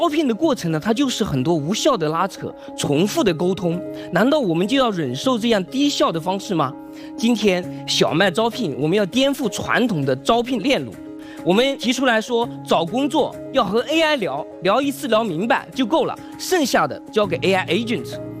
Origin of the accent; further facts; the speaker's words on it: a village in Taojiang County, Hunan, China; moved away; 我是来自于湖南省桃江县的一个农村，